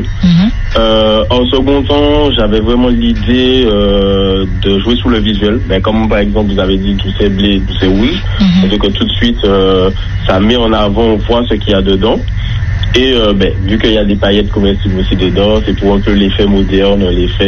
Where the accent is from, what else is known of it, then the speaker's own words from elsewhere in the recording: Sainte-Luce, Martinique; j'ai 26 ans, je suis de Sainte-Luce.